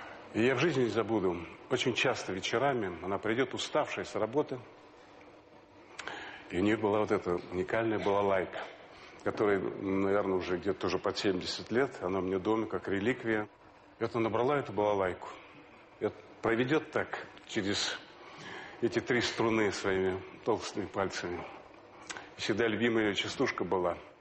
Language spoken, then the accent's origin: Russian; Zabaykalsky Krai, Russia; Я сам родился в 44-м году, в октябре. Родился я в Забайкалье. Это моя малая родина. Родился на 77-м разъезде, там Цугол, цугольский Дацан.